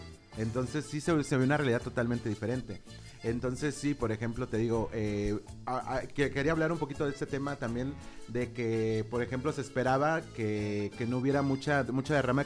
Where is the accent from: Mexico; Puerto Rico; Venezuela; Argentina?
Mexico; a pesar de que somos mexicanos